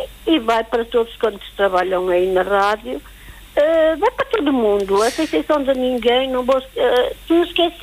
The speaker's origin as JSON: {"language": "Portuguese", "country": "Portugal", "tie": "born or raised there", "moved": "as an adult", "lives_now": "France"}